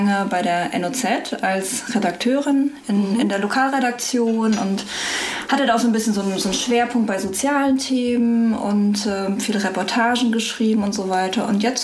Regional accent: Southern Germany, Germany; now in Osnabrück, Germany; Ich komme ja eigentlich aus Süddeutschland, bin ja erst seit 2007 in Osnabrück.

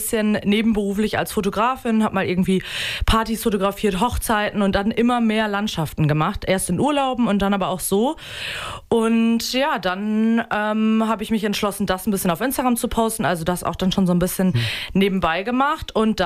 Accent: North Rhine-Westphalia, Germany; born there; now in Osnabrück, Germany; weil irgendwie dachte ich als gebürtige NRWlerin immer, ah ja, da oben ist ja alles flach und jetzt ist hier der Teutoburger Wald, was irgendwie sehr cool ist, dass man hier echt gut wandern kann.

